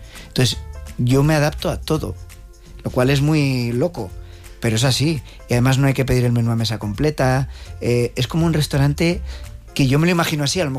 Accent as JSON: {"language": "Spanish", "country": "Spain", "said": "Porque somos españoles."}